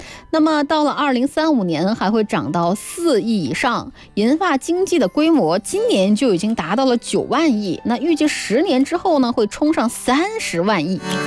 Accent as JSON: {"language": "Chinese", "region": "Jilin", "country": "China", "tie": "born or raised there", "said": "吉林，我老家"}